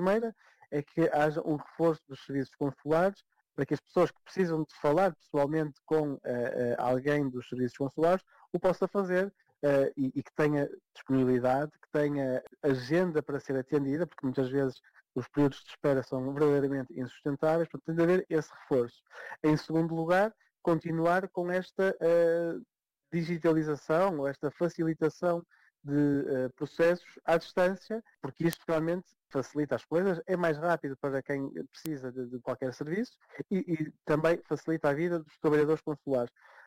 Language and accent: Portuguese; Portugal; moved away as an adult; Eu quando saí de Portugal, em 2008, lembramos-nos bem, não eram os melhores anos do país